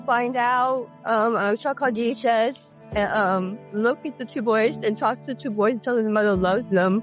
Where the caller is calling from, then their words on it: Oklahoma, United States; I'm from Oklahoma.